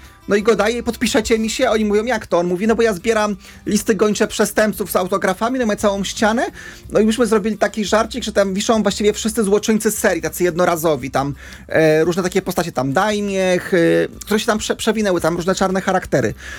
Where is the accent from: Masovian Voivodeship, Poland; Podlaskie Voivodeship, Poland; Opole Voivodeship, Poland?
Masovian Voivodeship, Poland; Warsaw; jestem z Warszawy